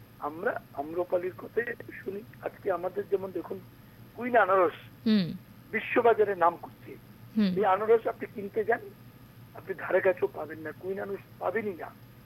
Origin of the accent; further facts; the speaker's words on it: Tripura, India; now in Agartala, India; বাংলাদেশের সীমান্তে আমাদের বাড়ি ছিল